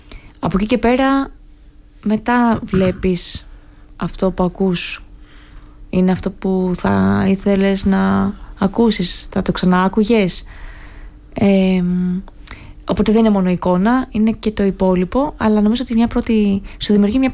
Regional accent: Patras, Western Greece, Greece; now in Athens, Greece; Είδα ότι η Αθήνα με κοινωνικοποίησε πάρα πολύ, γιατί ήρθα από την Πάτρα που και δεν ξέρω, θέλοντας και μη, εδώ στην Αθήνα, για να επιβιώσω, κοινωνικοποιήθηκα.

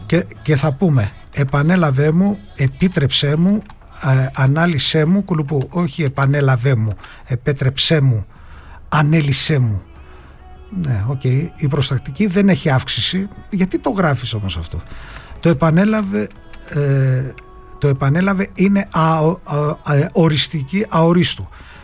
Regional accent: Filadelfeia, Attica, Greece; επειδή είμαι γέννημα θρέμα από τη Φιλαδέλφια, Φιλαδελφιώτης

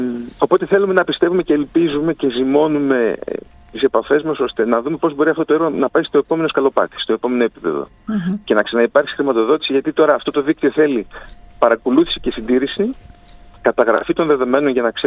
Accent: Larissa, Thessaly, Greece; εγώ επειδή είμαι Θεσσαλός, μεγάλωσα τη Λάρισα, την αγαπώ τη Λάρισα, την ερευνώ τη Λάρισα και τη Θεσσαλία όλη

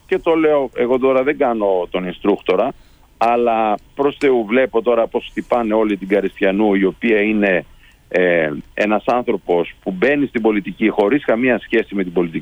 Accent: Greece; ως Έλληνας, με το φορτίο που κουβαλάω

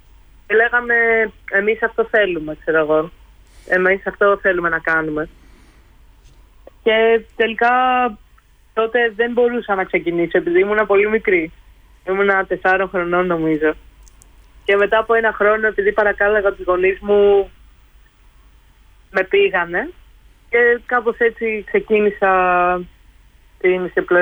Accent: Edessa, Central Macedonia, Greece; now in Athens, Greece

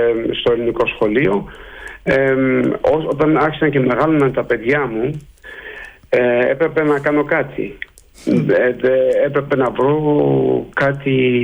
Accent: Greece; moved away as an adult; now in Netherlands; Εδώ πέρα δεν υπάρχουν Έλληνες. Υπάρχω μόνο εγώ.

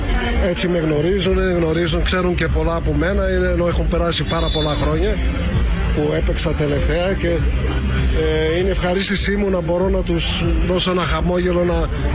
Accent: Greece; σαν Έλληνας

